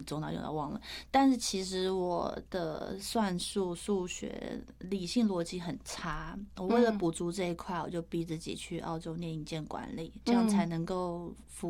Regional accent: Taiwan; 我在台湾成长，对，然后美国也有一段时间，

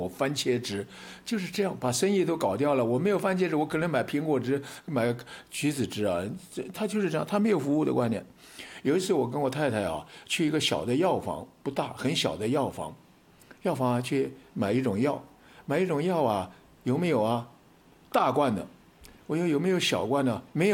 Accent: China

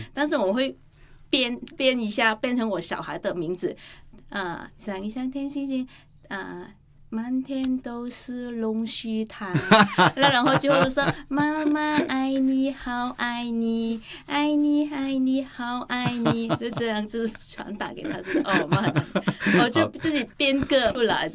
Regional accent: Vietnam; moved away; 我说不是、我是从越南来的。

